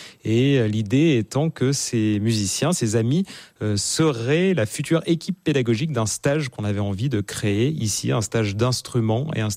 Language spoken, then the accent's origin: French; Bourg-Argental, Auvergne-Rhône-Alpes, France; born there; je suis né à Bourg-Argental, donc au cœur de ces monts du Pilat. Mes parents y vivent toujours.